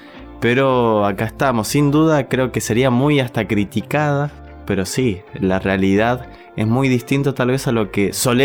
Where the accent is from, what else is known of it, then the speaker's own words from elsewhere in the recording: Salta, Argentina; soy de Salta Capital, del noroeste argentino.